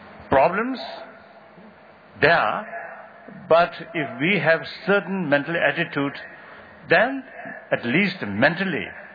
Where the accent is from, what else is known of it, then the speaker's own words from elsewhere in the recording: Tibet, China; I come from Tibet, but some people almost have to consider Tibet as a mysterious land, or sometimes people call it Shangri-La or something.